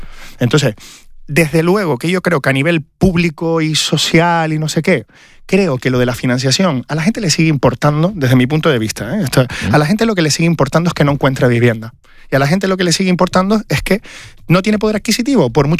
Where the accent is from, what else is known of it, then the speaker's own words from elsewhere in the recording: Canary Islands, Spain; soy canario y soy de Canarias